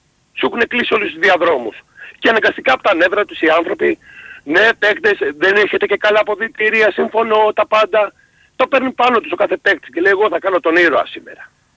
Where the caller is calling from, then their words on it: Athens, Attica, Greece; Είμαι από Αθήνα.